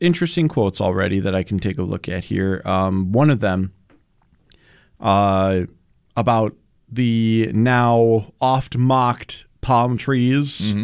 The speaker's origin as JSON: {"language": "English", "town": "Buffalo", "region": "New York", "country": "United States", "tie": "born or raised there", "said": "I love my hometown. I'm so proud of being from Buffalo."}